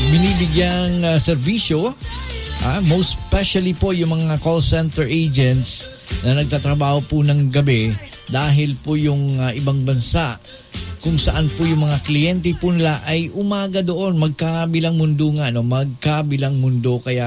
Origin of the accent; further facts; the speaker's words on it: Bicol Region, Philippines; Pinoy, tayo pong mga Bicolano. And being a Filipino in general, mahilig po tayong uminom ng kape.